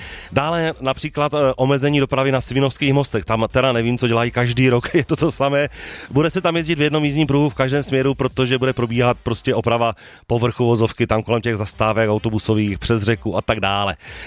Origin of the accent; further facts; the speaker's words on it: Ostrava, Moravian-Silesian Region, Czechia; my jsme Ostraváci, my to zvládneme, bo my jsme kraje razovity.